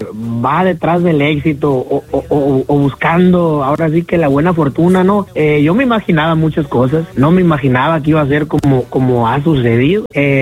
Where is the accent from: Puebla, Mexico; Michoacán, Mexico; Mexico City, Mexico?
Michoacán, Mexico; Apatzingán; Allá nacimos en Apatzingán, somos de tierra caliente. No, es un orgullo, ¿no? Andar representando a Michoacán por todos lados.